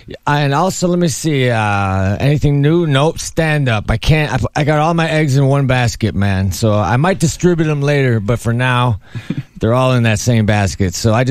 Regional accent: Minnesota, United States; I come from Minnesota, so it was obviously snowy in the winter.

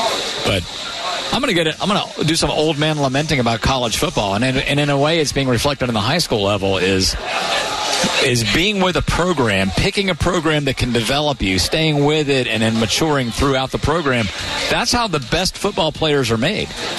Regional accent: Fulton Beach, Texas, United States; My hometown of Fulton Beach getting lashed pretty good by this hurricane right now. So hope all my old friends and haunts are either out of the danger's way

